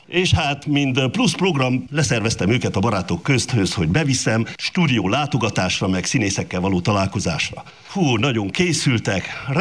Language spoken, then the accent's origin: Hungarian; Szeklerland, Romania; born or raised there; moved away